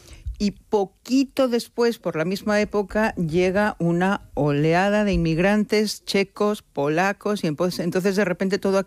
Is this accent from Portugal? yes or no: no; Mexico; volvemos al siglo XIX y en mi país, en México, pues teníamos un emperador